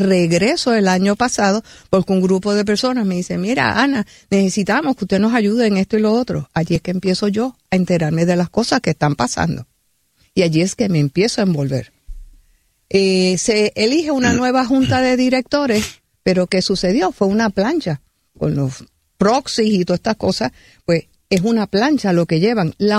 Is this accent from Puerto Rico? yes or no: yes; Yauco, Puerto Rico; Yo vengo de Yauco, en donde todos los problemas se resuelven en poco tiempo y caminando.